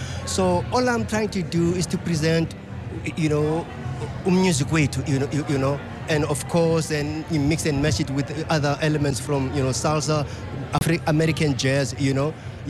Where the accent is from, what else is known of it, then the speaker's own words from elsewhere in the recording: Cape Town, Western Cape, South Africa; Opposite my grandma's place where I grew up in Langa, in the you know, mid-60s, as a toddler